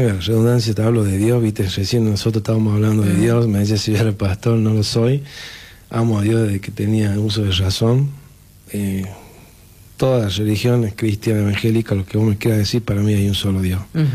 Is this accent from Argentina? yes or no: yes; Famatina, La Rioja, Argentina; Yo vengo de una familia pobre, sé lo que es la pobreza, ¿me entendés? Amo Famatina porque vengo de Famatina, en mi familia toda de Famatina.